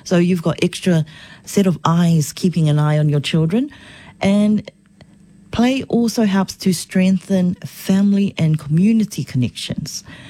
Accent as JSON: {"language": "English", "country": "Niue", "tie": "born or raised there", "said": "Growing up in Niue"}